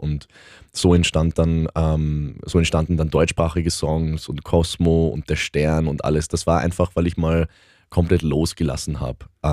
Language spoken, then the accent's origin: German; Burgenland, Austria; Ich war halt nicht 100% ungarisch, 100% deutsch, 100% Österreich. Obwohl ich halt auch im Burgen